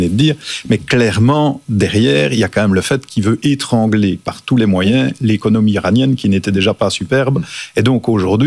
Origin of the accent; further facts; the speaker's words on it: Belgium; now in France; Je vous avoue que moi, en tant que Belge, je suis très heureux. Je suis très heureux en France.